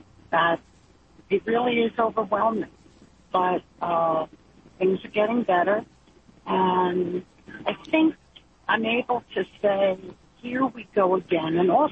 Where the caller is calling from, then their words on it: Westchester County, New York, United States; We're really from Westchester County, New York